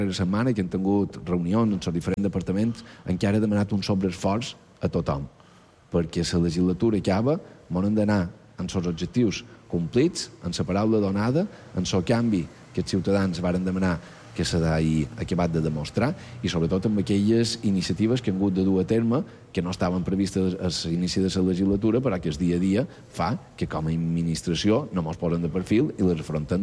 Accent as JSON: {"language": "Catalan", "region": "Balearic Islands", "country": "Spain", "said": "Som mallorquins i això és el que hem de defensar."}